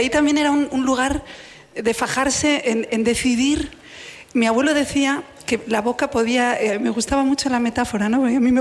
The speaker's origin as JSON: {"language": "Spanish", "town": "León", "region": "Castile and León", "country": "Spain"}